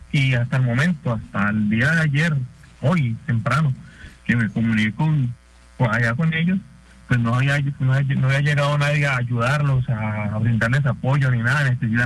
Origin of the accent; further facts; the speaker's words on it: Cali, Valle del Cauca, Colombia; Sí, desde acá, pues yo soy de Cali, tengo varios años viviendo por acá